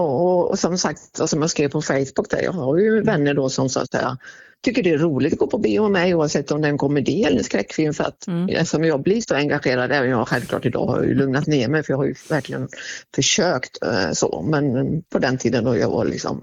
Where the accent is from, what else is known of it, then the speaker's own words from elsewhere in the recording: Sweden; Jag är ju svensk, ja, absolut i mitt själ och hjärta